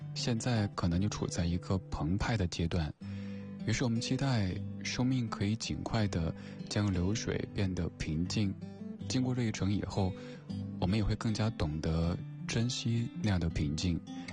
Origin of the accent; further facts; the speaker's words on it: Sichuan, China; 在我家乡四川